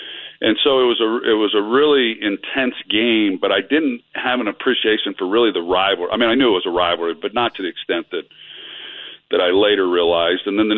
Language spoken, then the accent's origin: English; California, United States; I was originally from California. So when I get to Oklahoma, I was a USC fan as a kid growing up, and you can't hardly be from Southern California and … not be a USC Trojan fan.